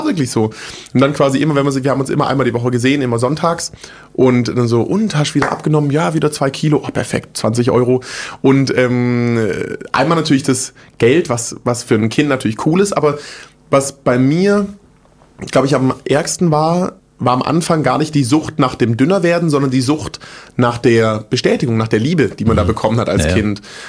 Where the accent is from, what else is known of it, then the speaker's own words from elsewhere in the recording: Großbottwar, Baden-Württemberg, Germany; also born or lived in Stuttgart / Frankfurt; Ich bin mit allem drum und dran, glaube ich, der Vorzeigeschwabe. Genau, ich bin in Stuttgart geboren, bei so einem Kaff aufgewachsen, das heißt Großbottwar.